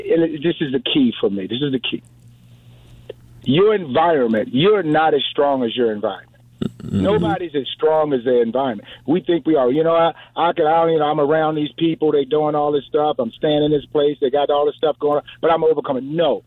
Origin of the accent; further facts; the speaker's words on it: Baltimore, Maryland, United States; moved away as an adult; now in Washington, D.C. area, United States; I grew up in Cherry Hill in Baltimore, Maryland. I went in Navy, played ball for the Navy, made all Navy. I got stationed in D.C., and I stayed in the D.C. area.